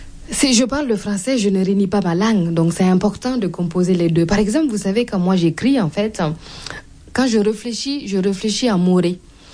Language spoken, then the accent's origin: French; Burkina Faso; now in France